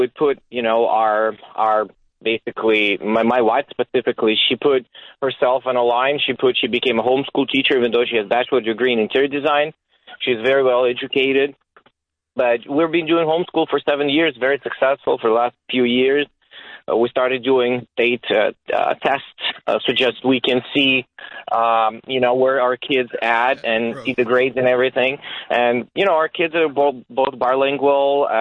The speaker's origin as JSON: {"language": "English", "country": "Ukraine", "second_language": "English", "moved": "yes", "lives_now": "United States", "said": "I'm from Ukraine originally. U.S. citizen for 15 years."}